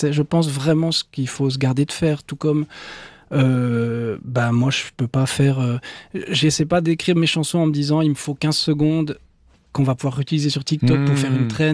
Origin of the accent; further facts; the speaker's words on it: Porrentruy, Jura, Switzerland; Est-ce qu'on me regarde de haut parce que je suis de Porrentruy?